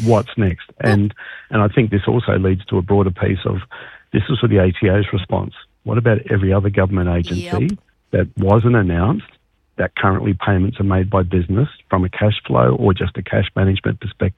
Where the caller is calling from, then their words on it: Canberra, Australian Capital Territory, Australia; Good morning, Katie. I'm calling in from Canberra.